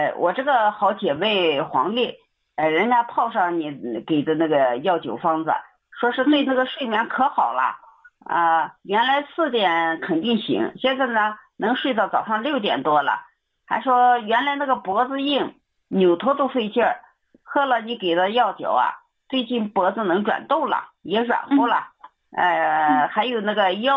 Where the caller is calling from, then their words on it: Daqing, Heilongjiang, China; 我是大庆的，